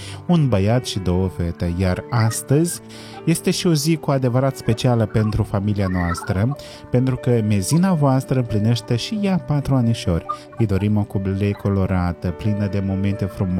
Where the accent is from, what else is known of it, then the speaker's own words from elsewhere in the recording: Moldova; și nu sunt din România, dar sunt din Moldova.